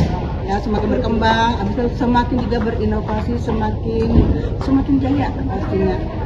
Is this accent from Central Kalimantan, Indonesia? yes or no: yes; Palangka Raya, Central Kalimantan, Indonesia; Saya dari Kecamatan Rokumit.